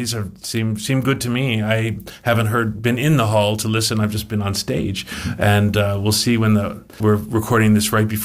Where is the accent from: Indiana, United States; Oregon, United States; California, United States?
Indiana, United States; I'm from the Midwest myself, from Indiana, not too far away